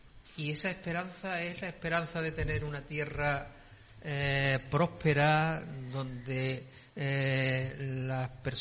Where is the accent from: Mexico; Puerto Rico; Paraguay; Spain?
Spain; Andalusia; la bandera de Andalucía, la bandera de mi pueblo